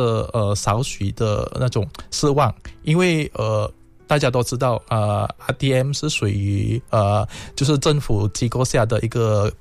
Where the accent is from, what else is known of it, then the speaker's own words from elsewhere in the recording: Kuching, Sarawak, Malaysia; moved away; 那我本身是来自沙拉越古晋